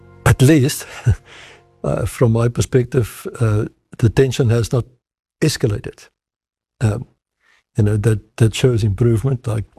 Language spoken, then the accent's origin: English; South Africa; I mean, I'm an Afrikaner from South Africa myself, and I can sa